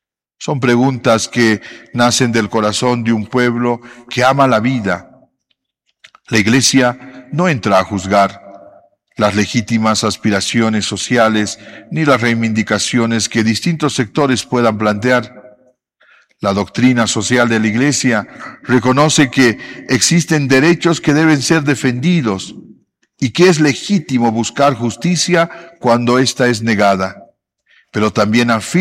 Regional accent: Bolivia

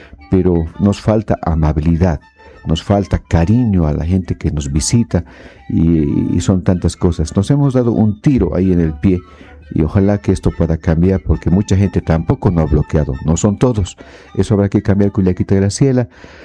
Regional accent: El Alto, La Paz, Bolivia; Yo siendo boliviano, siendo alteño, siendo hijo de campesinos, les digo, es lindo.

